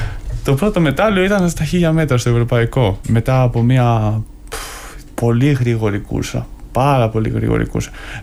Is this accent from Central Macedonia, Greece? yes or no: yes; Thessaloniki, Central Macedonia, Greece; είμαι και από τη Θεσσαλονίκη.